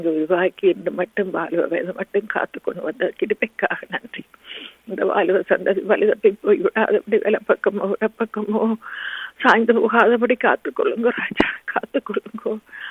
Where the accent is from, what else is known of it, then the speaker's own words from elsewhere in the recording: Sri Lanka; moved away; நாங்கள் பிறந்து வளர்ந்த இலங்கை தீவுக்காக உங்களிடையில் வருகிறோம்.